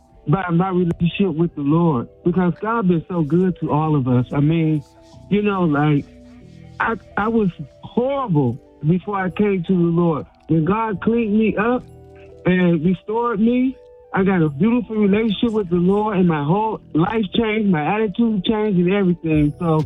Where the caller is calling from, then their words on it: Cleveland, Ohio, United States; I'm calling from Cleveland, Ohio.